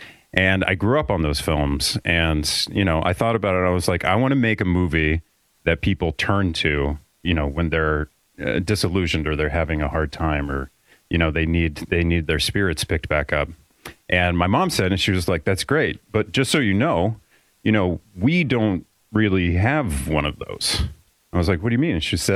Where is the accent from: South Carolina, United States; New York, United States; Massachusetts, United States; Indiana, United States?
Indiana, United States; Greencastle; I grew up in Greencastle.